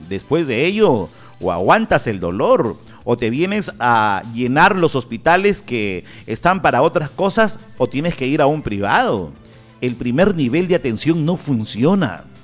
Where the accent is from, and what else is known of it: Peru